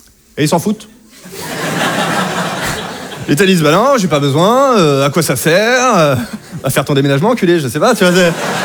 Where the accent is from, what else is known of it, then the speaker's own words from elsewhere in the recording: Normandy, France; C'est pas les Bretonnes et je viens de Normandie.